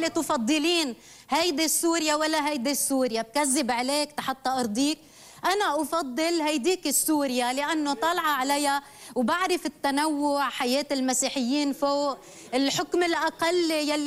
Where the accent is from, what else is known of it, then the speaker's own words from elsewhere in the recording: Lebanon; ما كنت بدافع عن الشيعة وأنا المسيحية، بالتالي أنا آخر حدا يتهم بالطائفية. إنما عندما تشيطن طائفة من بلدي وبياخدوها على انتماءات خارجية، ايه بدي دافع عنها لأنني أدافع عن لبنان. بالتالي دفاعي عن حزب الله هو دفاعي عن لبنانيتي أولا.